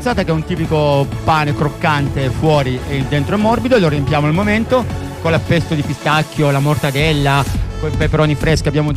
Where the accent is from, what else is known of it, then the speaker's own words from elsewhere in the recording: Palermo, Sicily, Italy; io sono di Palermo.